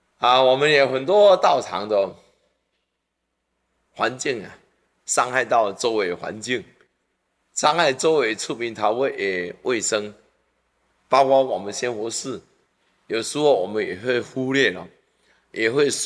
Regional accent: China; 在我们中国人的很多的毛病，至少门前雪，啊，不管他人瓦上霜，啊，这个是中国人的名言。

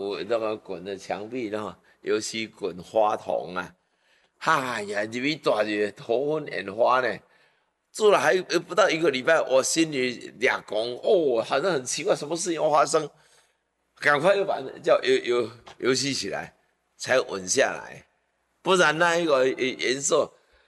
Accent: Taiwan; 虐待我们台湾人，

